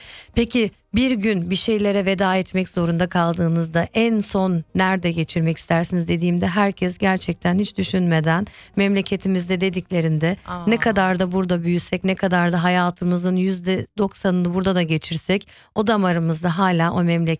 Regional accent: Berlin, Germany; Ben üçüncü nesil olarak Berlin'de doğdum

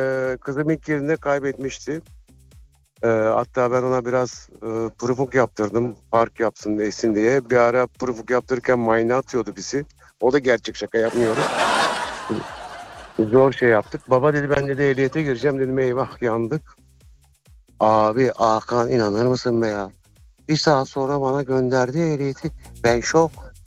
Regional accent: Thrace, Turkey; Abi ben Trakyalıyım ben.

